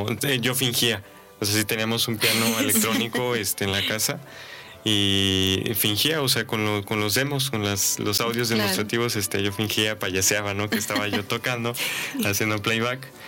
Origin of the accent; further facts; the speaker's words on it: Mexico; como mexicanos no sepamos lo que tenemos